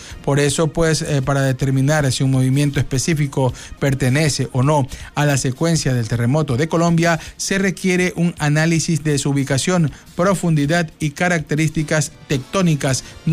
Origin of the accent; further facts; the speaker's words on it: Ecuador; nosotros como ecuatorianos